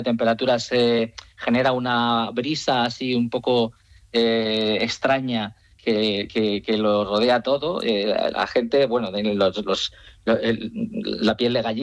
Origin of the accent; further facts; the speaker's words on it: Turmiel, Castilla-La Mancha, Spain; Bueno, yo en mi pueblo, como te decía antes, en Turmiel, Guadalajara.